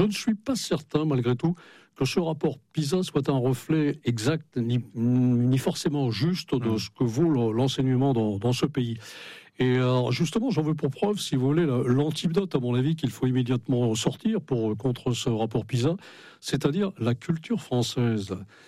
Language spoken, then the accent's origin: French; Brittany, France; c'est pas parce que je suis breton que je ne fais pas partie. Nous avons été vassalisés par l'histoire de France, mais breton malgré nous.